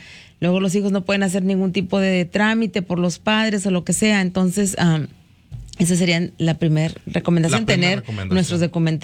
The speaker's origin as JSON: {"language": "Spanish", "country": "Mexico", "moved": "yes", "lives_now": "United States", "said": "Somos mexicanos"}